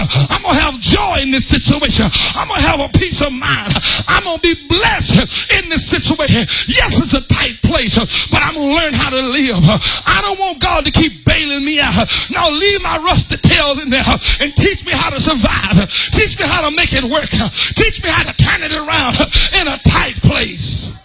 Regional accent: Texas, United States; also born or lived in Florida; I come from Texas

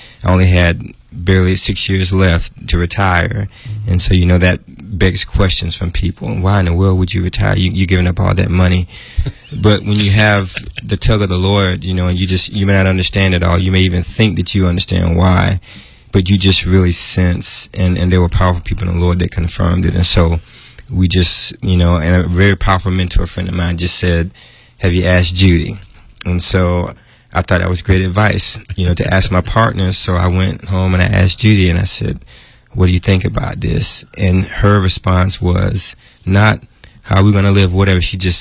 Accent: Atlanta, Georgia, United States; I'm originally from Atlanta, Georgia.

